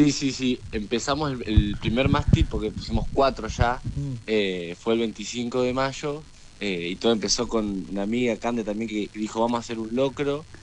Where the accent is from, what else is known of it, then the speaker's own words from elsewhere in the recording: La Plata, Buenos Aires Province, Argentina; somos nosotros, bueno, platenses